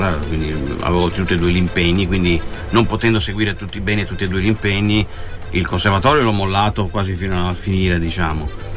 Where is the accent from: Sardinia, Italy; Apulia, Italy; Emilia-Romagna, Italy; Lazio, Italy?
Apulia, Italy; now in Vicenza, Italy; Puglia, sono in centro della Puglia